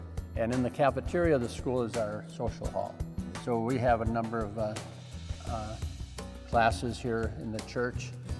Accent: Wisconsin, United States; also born or lived in Missouri; Well, I'm originally from Wisconsin, so I went to school in Missouri, in St. Louis, and in outside of Milwaukee, a place called Oconomowoc.

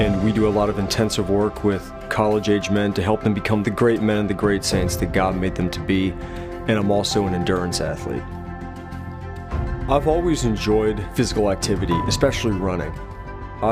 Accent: Gallup, New Mexico, United States; I'm from Gallup, New Mexico.

